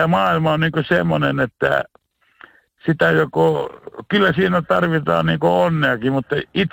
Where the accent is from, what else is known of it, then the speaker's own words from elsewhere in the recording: Rovaniemi, Lapland, Finland; born there; kun minä olin nuori kaveri Rovaniemellä